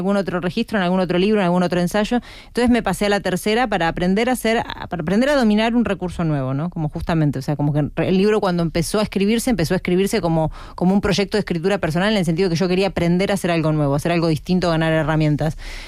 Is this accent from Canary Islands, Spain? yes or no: no; Madrid, Community of Madrid, Spain